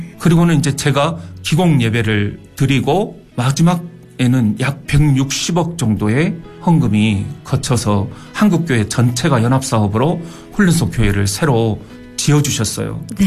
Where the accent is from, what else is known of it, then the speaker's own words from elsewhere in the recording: Haenam, South Jeolla, South Korea; 저는 극동방송이 제가 이제 땅끝에서 태어났거든요.